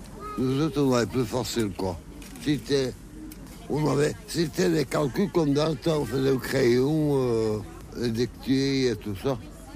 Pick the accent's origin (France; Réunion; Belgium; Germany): Belgium; Floreffe, Wallonia; born or raised there